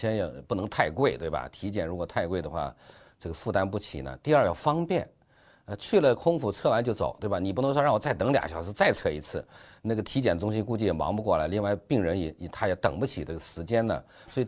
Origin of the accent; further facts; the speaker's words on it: China; 我们中国人